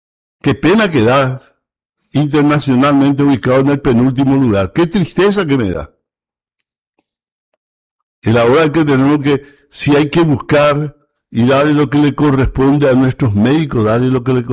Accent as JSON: {"language": "Spanish", "country": "Paraguay"}